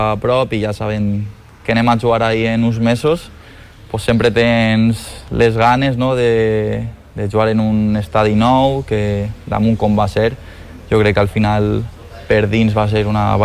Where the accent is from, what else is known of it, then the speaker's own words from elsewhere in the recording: Valencian Community, Spain; jo crec que com a valencià representar a la teua comunitat és algo pues, molt especial, em sentiria molt orgullós